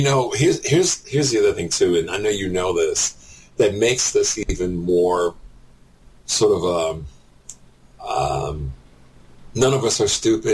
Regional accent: Chicago, Illinois, United States; moved away; also born or lived in southwestern Michigan; Okay. All right, so I grew up in Chicago and the Midwest, and in Chicago and southwestern Michigan, and frankly, you know, I'm a Midwestern guy. I've lived in other parts of the country

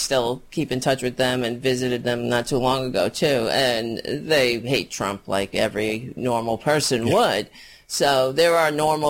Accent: Staten Island, New York, United States; Well, I grew up in New York. Okay, so yes, because I grew up on Staten Island.

